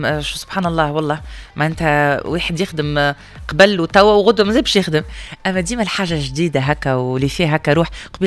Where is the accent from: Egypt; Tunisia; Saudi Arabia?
Tunisia; احنا مواطن تونسي عادي